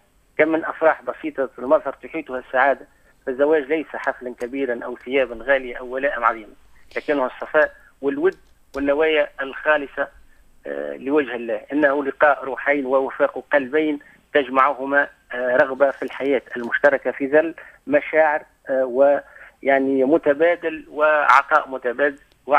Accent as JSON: {"language": "Arabic", "country": "Tunisia", "said": "عندنا في تونس"}